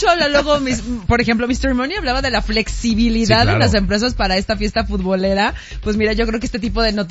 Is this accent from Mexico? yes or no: yes; Mexico